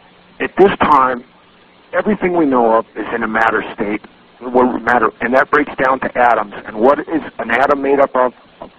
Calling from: Reno, Nevada, United States; I'm calling from just north of you. I'm calling from Reno, Nevada.

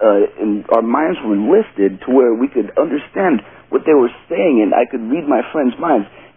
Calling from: Syracuse, New York, United States; from Syracuse, New York.

